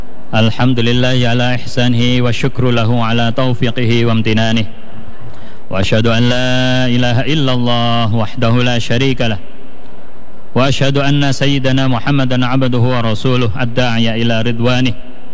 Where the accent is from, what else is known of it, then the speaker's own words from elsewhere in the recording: Indonesia; عن بلدنا إندونيسيا خاصة وسائر البلدان المسلمين عامة